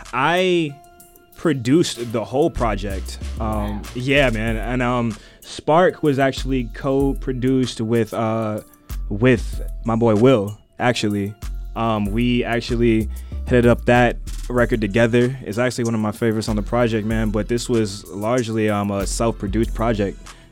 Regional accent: Blackstone, United States; I'm from Blackstone, a town of 3,000 people.

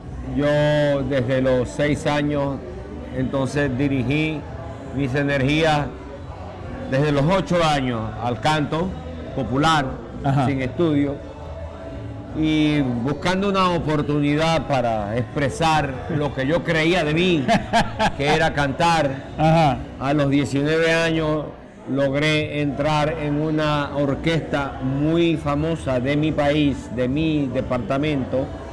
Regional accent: Venezuela; Soy venezolano, aunque me siento colombiano, me siento panameño, me siento de una rica.

